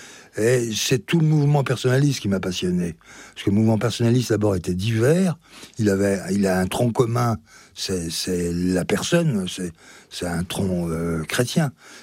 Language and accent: French; Belley, Auvergne-Rhône-Alpes, France; je suis chez moi à Belley